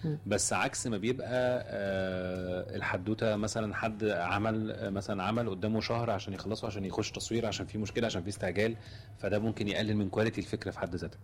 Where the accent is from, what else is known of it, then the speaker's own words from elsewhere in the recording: Egypt; واحنا عندنا في مصر